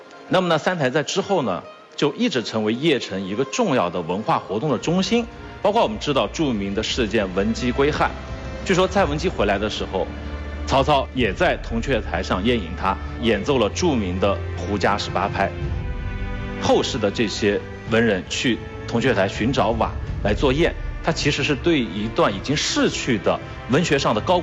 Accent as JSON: {"language": "Chinese", "country": "China", "said": "因为对于我们中国人来讲"}